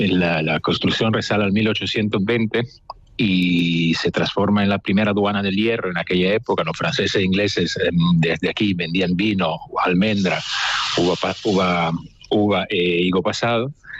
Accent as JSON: {"language": "Spanish", "country": "Italy", "second_language": "Spanish", "moved": "as an adult", "lives_now": "Spain", "said": "Sí, soy italiano. Mi mujer sí que es valenciana, española."}